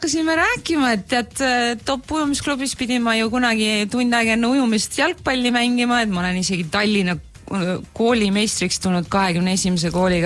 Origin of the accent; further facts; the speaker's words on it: Merivälja, Harju County, Estonia; no see algas sellest , et ma olen Meriväljalt merineitsina no.